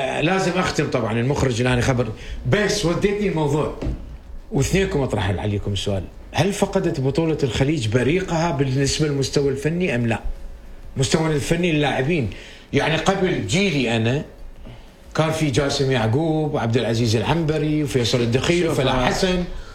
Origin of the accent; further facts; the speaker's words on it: Iraq; أنا عراقي عائلتي عمانية زوجتي مواطنة عمانية